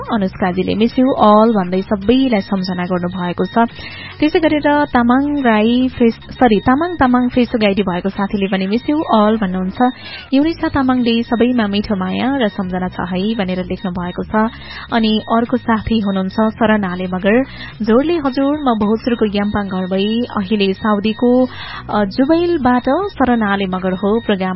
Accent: Taplejung, Koshi Province, Nepal; मेरो घर ताप्लेजुङ हालिवेदेखि हो।

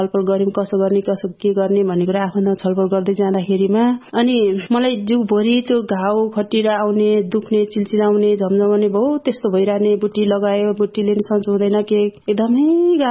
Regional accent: Koshi Province, Nepal; now in Sano Thimi, Bhaktapur, Nepal; अनि मेरो घर चाहिँ शङ्खसभा हो, पुर्ख्यौली घर, र अहिले हाल चाहिँ सानो ठिमी भक्तपुरमा बस्छु।

